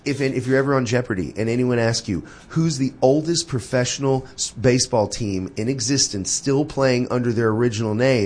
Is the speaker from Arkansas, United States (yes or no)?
yes; Arkansas, United States; In fact, to this day, folks from Arkansas, we're still stuck with this stigma